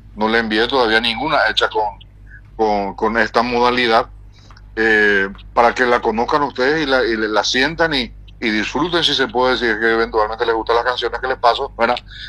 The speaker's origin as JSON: {"language": "Spanish", "country": "Paraguay"}